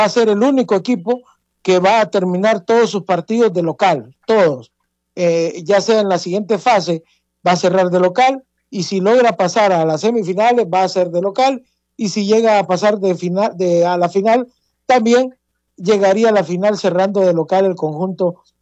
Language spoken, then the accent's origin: Spanish; Honduras; es que sí. como buen hondureño, resaltamos.